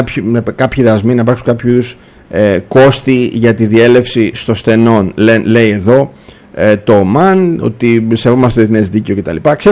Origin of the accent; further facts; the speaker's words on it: Greece; αυτό πρέπει να το λέμε ειδικά εμείς σαν Έλληνες